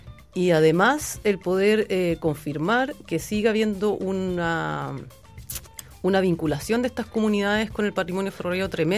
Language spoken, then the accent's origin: Spanish; Valparaíso, Chile; moved away as an adult; now in Santiago, Chile; ahora me fui a Santiago por pega, hijo y otras cosas, como... Ya. Pero sí, estudié acá, viví más de 20 años acá